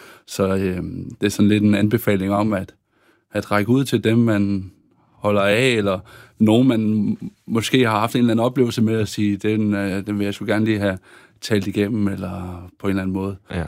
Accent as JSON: {"language": "Danish", "town": "Aarhus", "region": "Central Denmark Region", "country": "Denmark", "tie": "born or raised there", "said": "Så, at, så 100% at min opvækst på Aarhus Strand har præget mig i mit arbejde."}